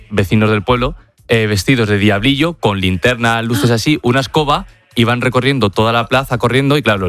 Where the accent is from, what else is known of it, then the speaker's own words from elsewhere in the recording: Sepúlveda, Castile and León, Spain; now in Torrejón de Ardoz, Spain; No, Torrejón de Ardoz no, es donde vivo. Mi pueblo es Sepúlveda en Segovia